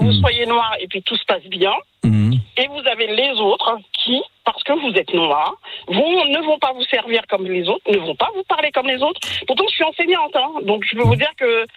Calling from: France; Je suis française.

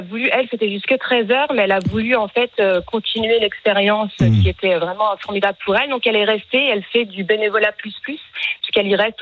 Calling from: Lunéville, Grand Est, France; j'appelle à côté de Nancy, à Lunéville, près de Lunéville, près de Nancy.

